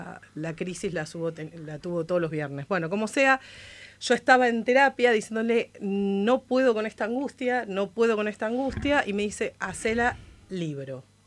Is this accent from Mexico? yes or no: no; Ituzaingó, Buenos Aires Province, Argentina; also born or lived in Villa Devoto, Buenos Aires; Sí, pero viví casi toda la vida porque de los 6 años que estoy en Ituzaingó.